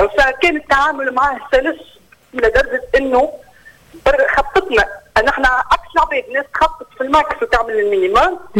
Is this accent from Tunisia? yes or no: yes; Tunisia; عندنا في تونس